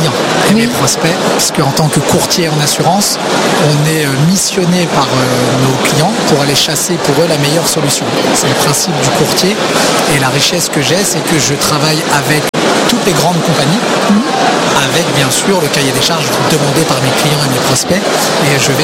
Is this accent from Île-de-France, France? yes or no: yes; Sarcelles, Île-de-France, France; Mon cabinet se trouve à Sarcelles, donc là où j'ai grandi, là où ma maman habite. Donc depuis quelques années, je suis retourné sur ces terres-là qui me tenaient à cœur.